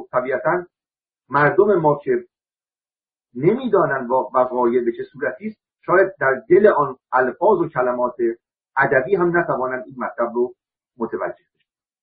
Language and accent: Persian; Iran; من به عنوان یک ایرانی